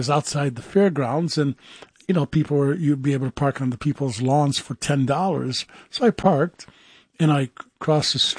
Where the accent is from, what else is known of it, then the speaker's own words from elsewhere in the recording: Cleveland, Ohio, United States; I said, I'm from Cleveland. I'm from a big city. This is only Columbus.